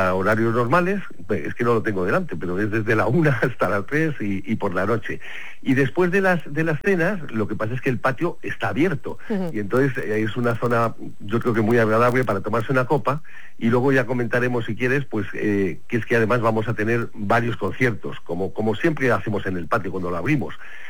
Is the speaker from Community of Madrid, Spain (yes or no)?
yes; Madrid, Community of Madrid, Spain; yo soy madrileño